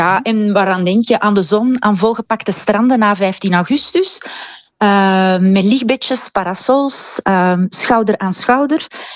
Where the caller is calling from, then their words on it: Perugia, Umbria, Italy; ik ben nu in Italië, in Perugia.